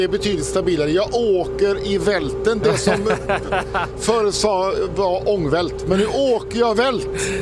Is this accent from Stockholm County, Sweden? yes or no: no; Uddevalla, Västra Götaland County, Sweden; moved away; när jag var liten och bodde i Uddevalla, Bohuslän, då sa man att man cyklar vält.